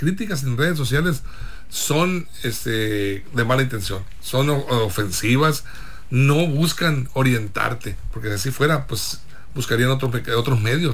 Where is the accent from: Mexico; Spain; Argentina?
Mexico; Guamúchil, Sinaloa; moved away